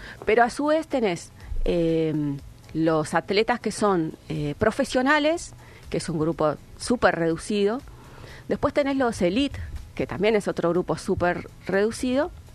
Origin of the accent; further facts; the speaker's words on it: Bahía Blanca, Buenos Aires Province, Argentina; born there; now in Puerto Madryn, Argentina; yo soy nacida en Bahía